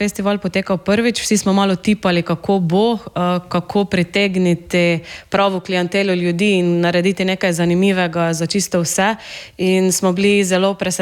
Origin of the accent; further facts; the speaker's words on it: Prlekija, Slovenia; Ste v bistvu v centru Prlekije v Ljutomeru, kjer smo mi kot Prleki